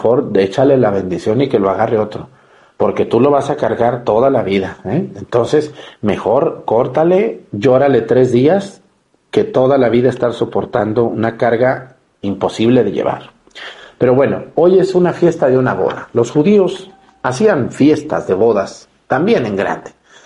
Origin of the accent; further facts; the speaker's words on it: Mexticacán, Jalisco, Mexico; Cuando en mi pueblo, en Mexicacán, inauguramos la Virgen del Carmen, el Sagrado Corazón de Jesús, los Tres Corazones y otras cosas, siempre he hecho mi invitación abierta.